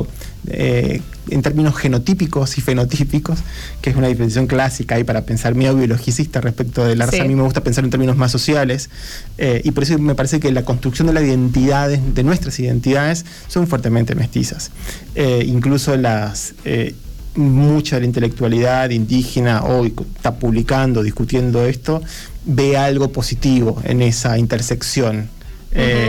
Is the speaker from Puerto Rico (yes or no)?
no; Argentina; somos argentinos